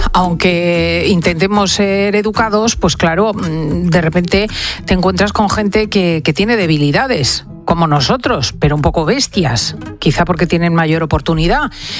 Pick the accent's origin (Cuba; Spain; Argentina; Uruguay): Spain; Y fue la ocasión para demostrarle lo que somos los españoles.